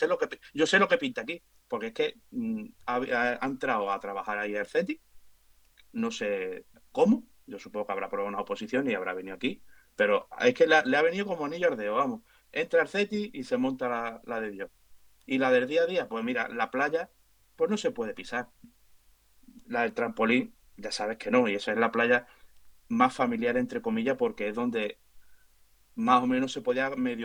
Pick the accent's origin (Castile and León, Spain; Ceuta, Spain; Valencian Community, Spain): Ceuta, Spain